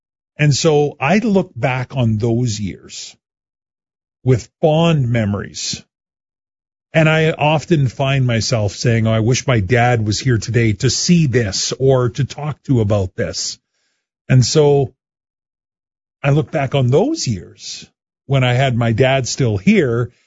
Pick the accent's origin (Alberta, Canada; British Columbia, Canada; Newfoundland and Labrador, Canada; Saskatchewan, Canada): Saskatchewan, Canada; Saskatoon; I did love my early years growing up in Saskatoon in small town Sask.